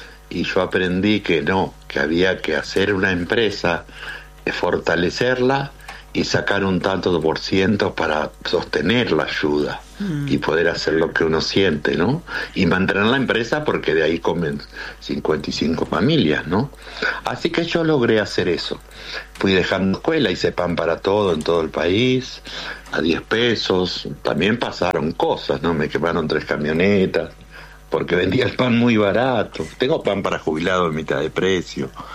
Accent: La Plata, Buenos Aires Province, Argentina; Yo soy de La Plata.

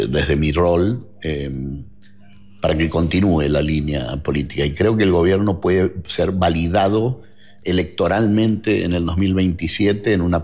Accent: Argentina

